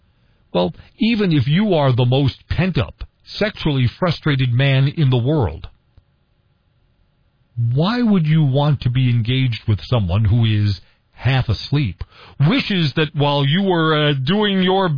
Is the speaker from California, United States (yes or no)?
no; New York City, New York, United States; moved away; the city that used to be my hometown.